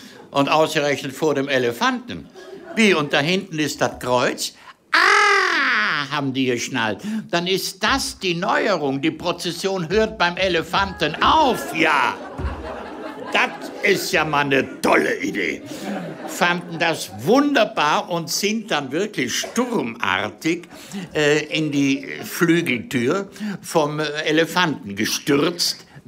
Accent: Southern Germany, Germany; ich komme ja aus dem Süden und ich kenne nur Gasthausnamen wie der Weiße Schwan, der Goldene Adler, der Hirsch

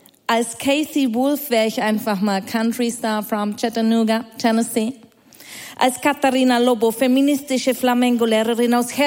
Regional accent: Bavaria, Germany; ich komme aus Bayern, also aus dem schwäbischen Teil Bayerns.

